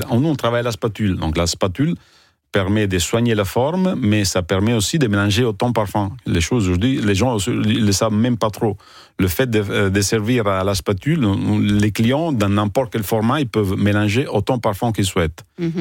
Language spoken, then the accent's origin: French; Italy; French is a second language; now in France; C'est un pays qui m'a donné cette opportunité, donc je suis très content d'être venu en France.